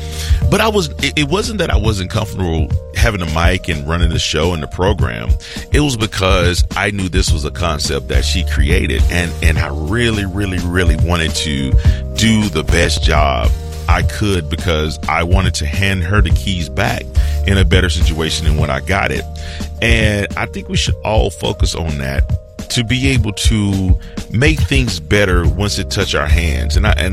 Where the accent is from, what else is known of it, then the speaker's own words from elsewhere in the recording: Dallas, Texas, United States; moved away; I went back to my hometown in Dallas